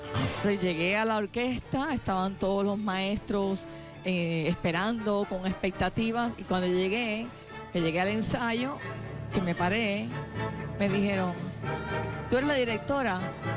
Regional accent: Cuba; now in Miami, United States; yo como cubana exiliada en Estados Unidos

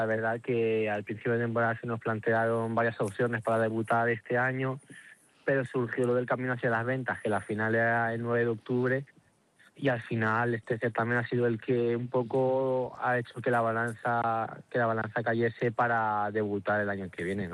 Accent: Valencian Community, Spain; El día de todos los valencianos poder representar mi tierra en Madrid

